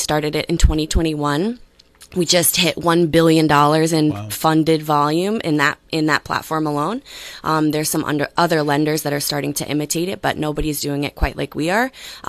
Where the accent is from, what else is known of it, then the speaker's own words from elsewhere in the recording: Zionsville, Indiana, United States; moved away as an adult; also born or lived in Nashville, Tennessee; now in Brooklyn, Connecticut, United States; grew up in Zionsville, went to Nashville, Tennessee for college, married a musician, stayed there. So, we were in Nashville about 9 years. And then we ended up here about 11 years ago, because I've got family here. My family roots are here. So yeah, all my dad's side of the family is here.